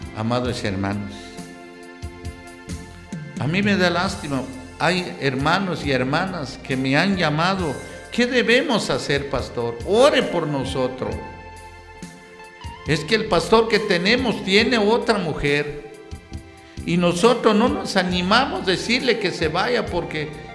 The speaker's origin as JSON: {"language": "Spanish", "country": "Guatemala", "said": "nosotros como campesinos guatemaltecos"}